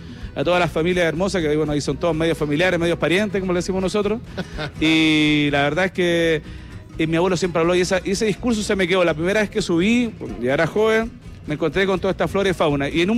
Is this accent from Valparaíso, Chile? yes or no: yes; San Esteban, Valparaíso, Chile; Mi abuelo, nosotros somos de Campo de Ahumada, sector bajo de la comuna de San Esteban. De ahí es mi familia, gente de trabajo, de la tierra.